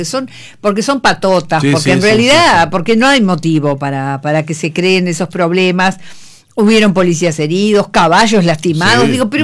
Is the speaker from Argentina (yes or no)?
no; Uruguay; Muy vanidosos, muy agrandados somos los uruguayos, con chapa de modestos.